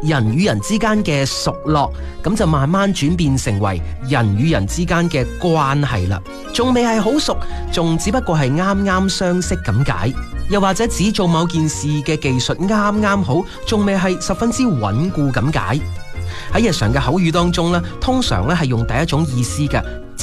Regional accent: Guangdong, China; 我们广东人

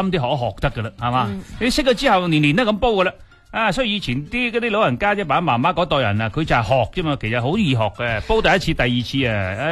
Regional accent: Guangdong, China; 我哋广东人

